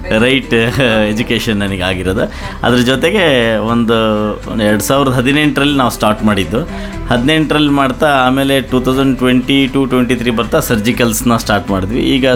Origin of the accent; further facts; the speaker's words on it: Shikaripura, Karnataka, India; moved away as an adult; now in Shivamogga, India; ನಾನು ಶಿಕಾರಿಪುರ ನಮ್ದು ಆ್ಯಕ್ಚುಲಿ. ನಾನು ಶಿಕಾರಿಪುರದಲ್ಲಿ ಹುಟ್ಟಿದ್ದು, ಅಲ್ಲೇ ಓದಿದ್ದು. ಡಿಗ್ರಿಗೆ ಸಹ್ಯಾದ್ರಿ ಕಾಲೇಜು, ಇಲ್ಲಿಗೆ ಓದೋಕ್ಕೋಸ್ಕರ ಶಿವಮೊಗ್ಗಕ್ಕೆ ಬಂದಿದ್ದು.